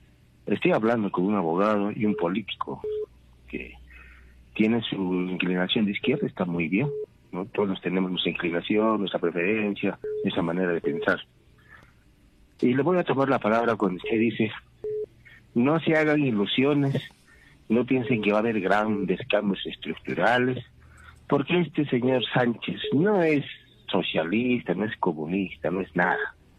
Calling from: Juliaca, Puno, Peru; De Juliaca.

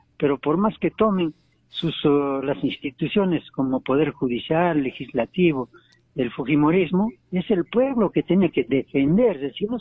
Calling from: Peru

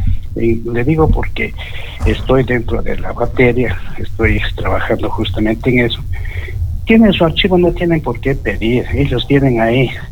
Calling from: Loja, Ecuador; ustedes saben que soy de Loja. En esta oportunidad les llamo desde la provincia del Napo, el Cantón Quijos.

